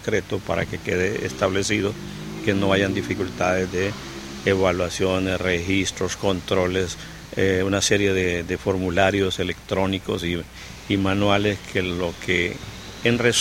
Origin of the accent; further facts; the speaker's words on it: Honduras; nosotros como hondureños y como ciudadanos responsables